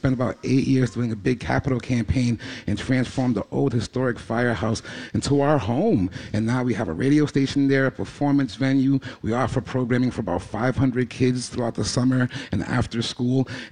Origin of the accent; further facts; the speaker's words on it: Boston, Massachusetts, United States; we're from Boston.